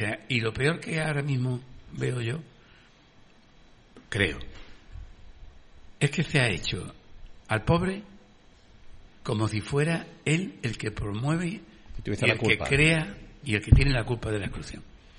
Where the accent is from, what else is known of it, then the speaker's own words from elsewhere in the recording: Jerez de la Frontera, Andalusia, Spain; que yo soy de Jerez, conozco el chicle